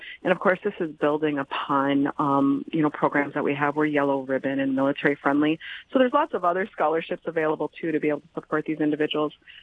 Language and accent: English; Bemidji, Minnesota, United States; also born or lived in Arizona; I was born and raised in Bemidji, and my husband and I were down in Arizona for a few years before we decided we really needed to come up to the Midwest and be able to raise our family here.